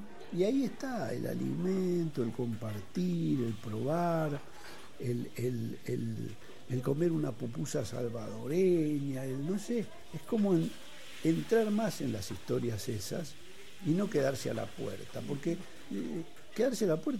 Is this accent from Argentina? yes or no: yes; Argentina; moved away as an adult; Desde el 76 que salí de Argentina, yo llegué a Perú y hasta México tuve 6 meses para llegar.